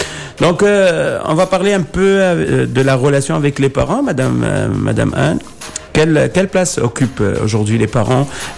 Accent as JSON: {"language": "Arabic", "country": "Tunisia", "said": "عندنا في تونس"}